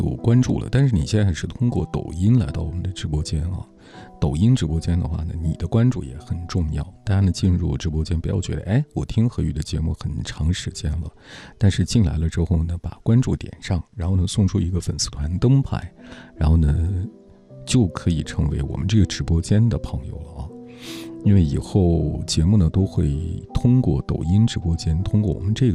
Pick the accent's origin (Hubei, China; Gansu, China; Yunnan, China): Yunnan, China; Kunming; 不对，我是昆明人啊。